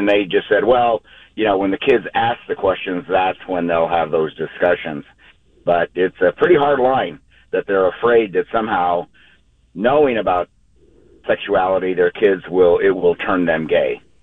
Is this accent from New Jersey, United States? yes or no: no; Albuquerque, New Mexico, United States; now in Santa Clara, United States; I grew up in New Mexico, in Albuquerque